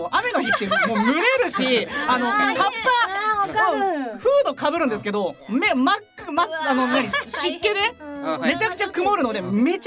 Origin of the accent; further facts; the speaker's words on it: Miyazaki, Japan; 一応僕はもう宮崎出身なので、